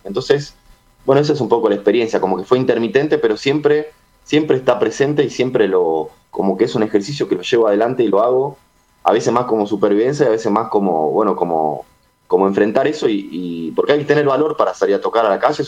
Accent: Tucumán, Argentina; moved away as an adult; now in Buenos Aires, Argentina; Y en esa época yo soy de Tucumán, ¿no? Entonces empecé tocando en escenarios, en estos formatos de banda, con las cuales hemos tenido nuestros logros en su momento. Y después en 2011 yo me vine a vivir acá a Buenos Aires.

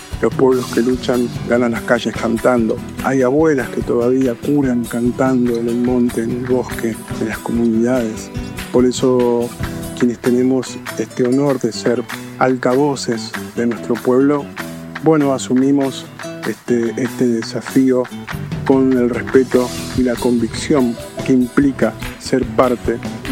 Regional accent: Patagonia, Argentina; soy músico, compositor patagónico

